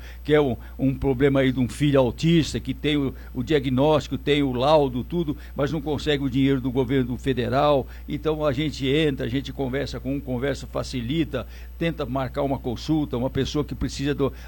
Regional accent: Pindamonhangaba, São Paulo, Brazil; Dona Dilma, nós somos de Pindamonhangaba, arruma obra pra gente

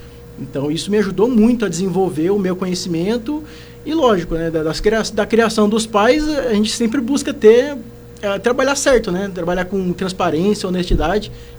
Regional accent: Brazil; hoje ali no Santa Cecília, onde eu fui criado praticamente minha vida inteira

